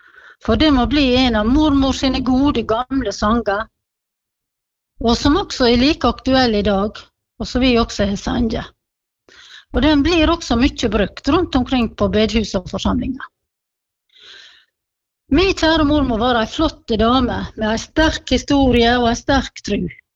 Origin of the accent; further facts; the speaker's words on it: Giske, Møre og Romsdal, Norway; now in Sykkylven, Norway; Jeg bor i Sykkylven, men er født og oppvokst på Giske.